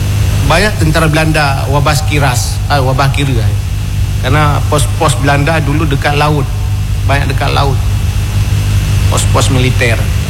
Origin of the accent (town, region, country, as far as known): Aceh, Indonesia